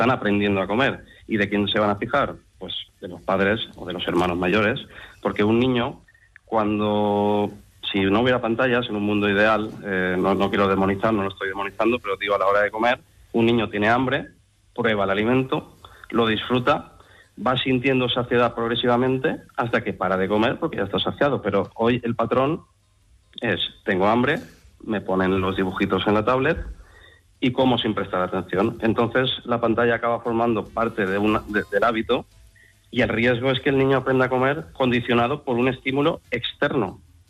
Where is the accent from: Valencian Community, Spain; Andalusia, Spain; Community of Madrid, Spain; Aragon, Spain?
Valencian Community, Spain; Valencia